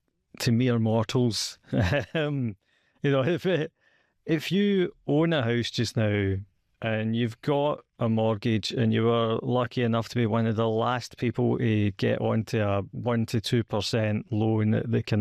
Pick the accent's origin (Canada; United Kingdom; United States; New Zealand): United Kingdom; Scotland; accent: Scottish; as you can tell from my accent, from Scotland